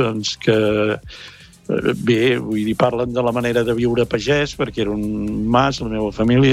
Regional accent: Calella de Palafrugell, Catalonia, Spain; la meva infantesa a Calella

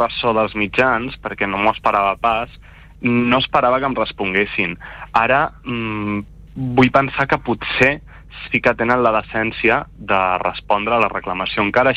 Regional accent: Pineda de Mar, Catalonia, Spain; moved away as an adult; now in Cerdanyola del Vallès, Spain; Jo sóc de Pineda i m'han fet anar-me a viure a Cerdanyola

